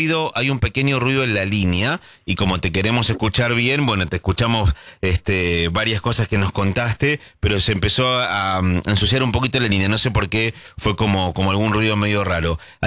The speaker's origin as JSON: {"language": "Spanish", "town": "Buenos Aires", "country": "Argentina", "lives_now": "Mar del Plata, Argentina", "said": "yo soy de Buenos Aires y se me vence el alquiler de mi inquilino"}